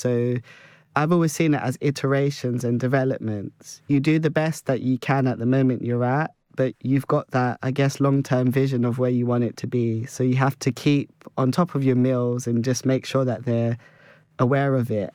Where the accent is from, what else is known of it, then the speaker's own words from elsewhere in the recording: London, United Kingdom; growing up in London, thinking about the men I grew up around